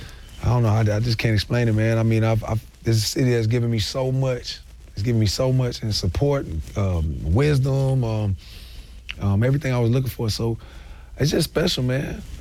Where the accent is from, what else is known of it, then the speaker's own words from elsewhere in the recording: Florida, United States; now in Atlanta, United States; And I got to see that because I'm from Florida. So I had an idea, like, I'm never going to leave Florida, you know.